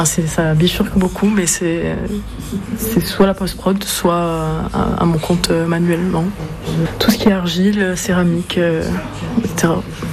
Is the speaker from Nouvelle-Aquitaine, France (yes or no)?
no; Corsica, France; J'étais partie de Corse pour faire mes études du coup. Ça fait pas longtemps que je suis rentrée.